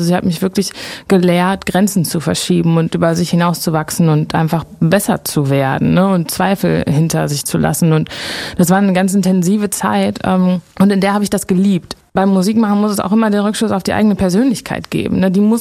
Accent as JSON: {"language": "German", "region": "North Rhine-Westphalia", "country": "Germany", "said": "das ist so ein Newcomer-Festival bei uns im Ruhrgebiet"}